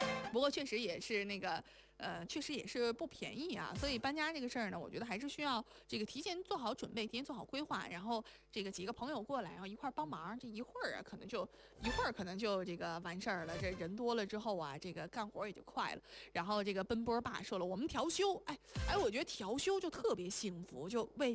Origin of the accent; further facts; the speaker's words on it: Shanxi, China; now in Beijing, China; 作为山西人，然后在北京上班，